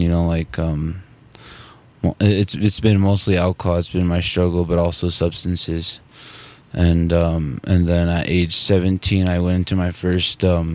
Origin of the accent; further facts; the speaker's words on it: Taos Pueblo, New Mexico, United States; I'm from Taos Pueblo.